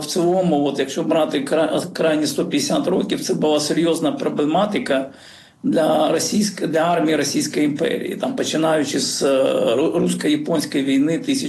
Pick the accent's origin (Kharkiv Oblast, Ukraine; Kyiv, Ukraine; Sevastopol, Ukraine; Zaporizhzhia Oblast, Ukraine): Sevastopol, Ukraine; Я сам з Севастополя